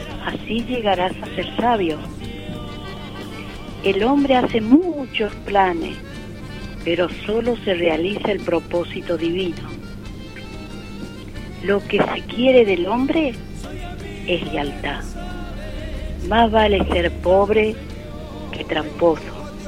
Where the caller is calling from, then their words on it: Nogoyá, Entre Ríos, Argentina; soy de Entre Ríos